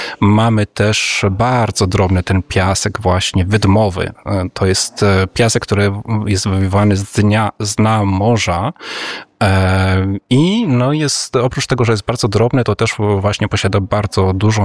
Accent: Łeba, Pomeranian Voivodeship, Poland

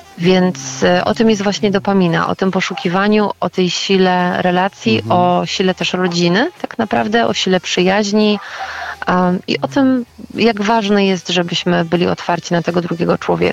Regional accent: Silesian Voivodeship, Poland; born there; accent: Silesian; Wiesz co, ja się urodziłam na Śląsku, ale również jestem z pochodzenia naprawdę z takiej prawdziwej śląskiej rodziny.

